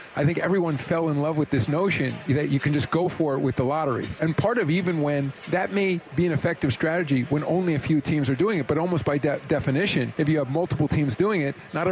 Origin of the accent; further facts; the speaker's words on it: New York City, New York, United States; As a New Yorker, I think to see people come together, 2 million people were in lower Manhattan celebrating this team.